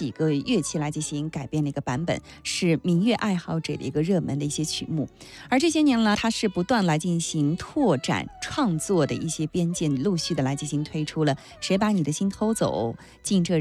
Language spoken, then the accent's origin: Chinese; Shaanxi, China; 我们陕北方言的一些叠词